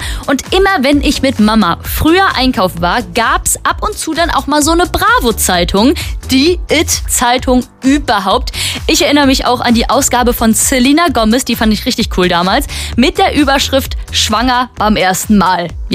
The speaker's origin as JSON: {"language": "German", "region": "North Rhine-Westphalia", "country": "Germany", "tie": "born or raised there", "said": "ich bin ja im Herzen ein kleines Dorfkind. Ich komme aus Altorf"}